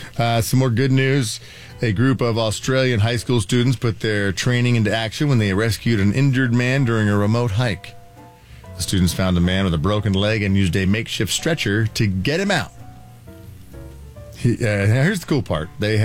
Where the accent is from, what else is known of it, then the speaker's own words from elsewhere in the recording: West Terre Haute, Indiana, United States; my hometown, West Terre Haute.